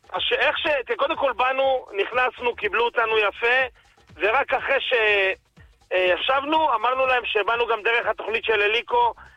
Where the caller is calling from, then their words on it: Petah Tikva, Central District, Israel; מפתח תקווה.